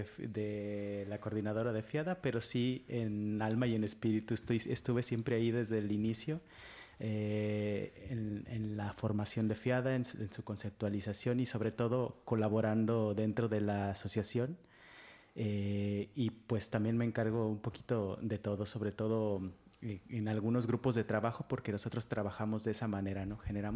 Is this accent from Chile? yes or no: no; Mexico; now in Ferrol, Spain; nosotros somos mexicanos, ya se nos escucha. Y llegamos aquí y nos enamoramos realmente de la cultura gallega.